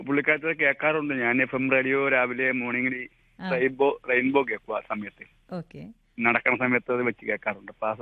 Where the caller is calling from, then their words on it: Thuravoor, Kerala, India; ഇത് സ്ഥലം തുറവൂര്, ചേർത്തല തുറവൂർ